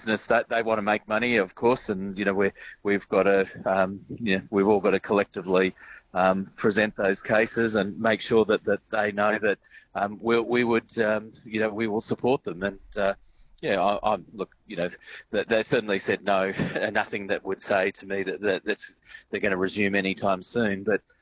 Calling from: Northern Territory, Australia; I'm calling from the Devil's Marbles Hotel, where there's a truck ton of tourists out the front.

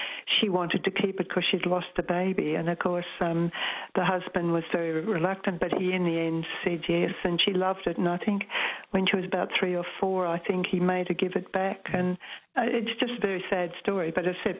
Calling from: Umina Beach, New South Wales, Australia; Eumina Beach in New South Wales.

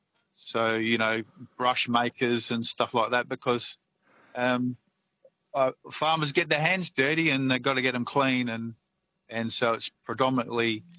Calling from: Australia; I'm currently outside of Wagga. I'm not far from Ipswich on a farm, and I make soap. So I travel up and down the east coast of Australia

